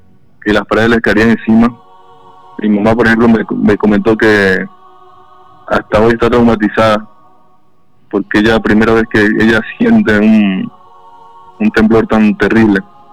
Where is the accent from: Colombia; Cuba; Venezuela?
Venezuela; moved away; como un venezolano, como una persona que tiene familiares allá, yo tengo mis padres, tengo mis tías, vecinos y familiares muy cercanos